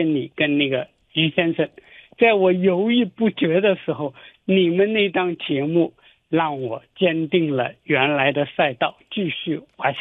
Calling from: Shanghai, China; 阿拉上海人讲

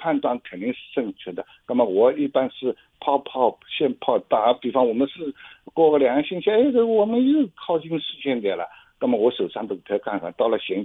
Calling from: Shanghai, China; 我们上海人

